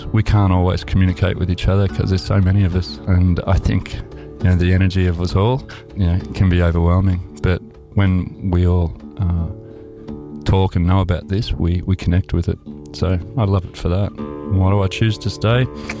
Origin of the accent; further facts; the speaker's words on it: Geelong, Victoria, Australia; born there; I was born in Geelong in Victoria. I first came here in 1988 as a young soldier